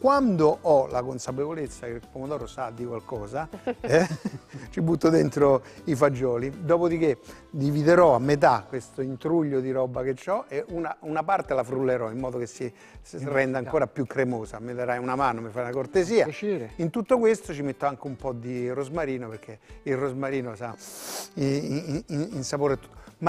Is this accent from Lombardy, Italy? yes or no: no; Rome, Lazio, Italy; da tante generazioni, da parte di madre sì, papà era d'origine lucana, perciò. Però insomma io dico sempre che sono un romano di Roma, perché sono nato a Roma